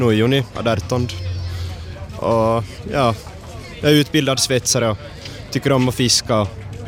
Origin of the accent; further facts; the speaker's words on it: Vörå, Ostrobothnia, Finland; Jag är från Vörå.